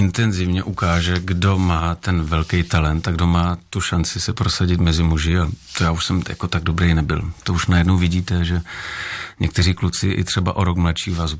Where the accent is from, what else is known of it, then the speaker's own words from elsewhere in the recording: Brno, South Moravian Region, Czechia; Narodil jsem se v Brně